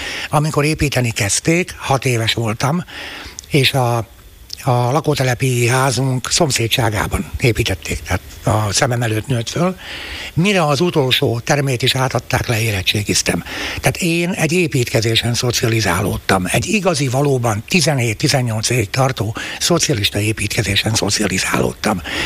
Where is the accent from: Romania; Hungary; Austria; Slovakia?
Slovakia; Šaľa, Nitra Region; Szülővárosom és gyermekkorom Szinkere Vágselje, az a mátyusföldi egykori mezőváros, amelyből aztán később a szocializmus idején egy komoly ipari központ lett.